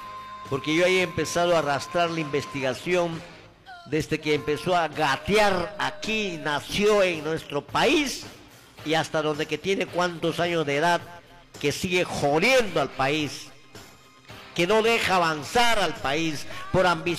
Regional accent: Peru; los 33 millones de peruanos que estamos en pie de lucha

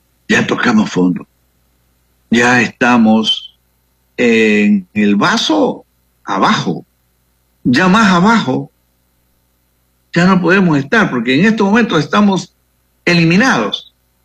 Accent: Ecuador; así somos los ecuatorianos.

